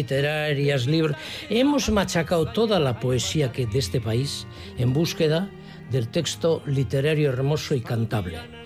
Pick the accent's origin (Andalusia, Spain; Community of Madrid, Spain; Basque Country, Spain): Basque Country, Spain; Bilbao; concretamente Servidor, como bilbaíno lo tengo que decir así